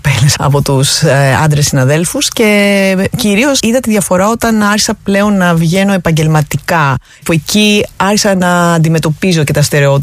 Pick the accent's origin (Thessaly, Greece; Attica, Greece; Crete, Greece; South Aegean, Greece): Attica, Greece; Athens; born there; Γεννήθηκα στην Αθήνα.